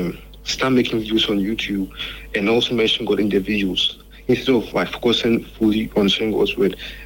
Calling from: Enyinam, Ghana; Okay, I'm calling from Enyinam.

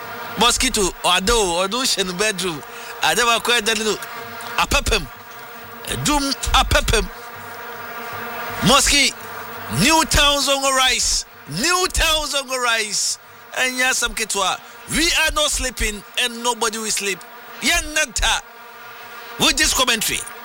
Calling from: Equiapim Ebri, Ghana; We are from Equiapim Ebri.

